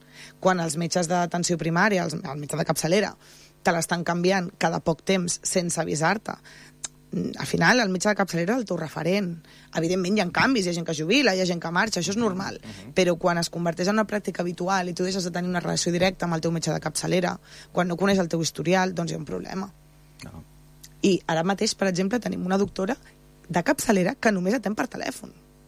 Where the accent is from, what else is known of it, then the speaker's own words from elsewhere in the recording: Parets del Vallès, Catalonia, Spain; A mi, com a paratana, la gent que em coneixeu, jo he estat molt vinculada a totes les coses del poble des de sempre